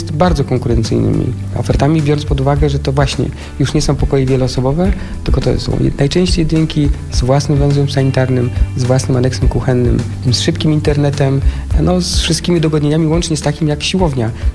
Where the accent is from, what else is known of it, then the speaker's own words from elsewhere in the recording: Poznań, Greater Poland Voivodeship, Poland; jestem poznaniakiem i studiowałem w Poznaniu, w związku z tym mieszkałem, że tak powiem, w domu rodzinnym z rodzicami.